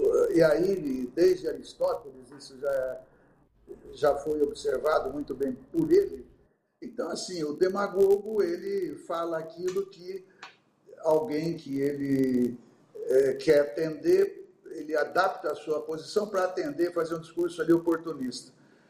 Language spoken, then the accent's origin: Portuguese; Serra Azul, São Paulo, Brazil; sou de Serra Azul